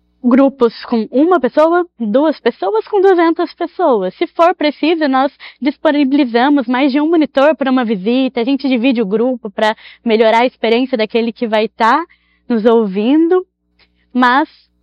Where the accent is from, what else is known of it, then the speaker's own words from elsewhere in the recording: Aparecida, São Paulo, Brazil; Eu passei minha vida toda em Aparecida, então eu sempre estive envolvida nessa questão da fé.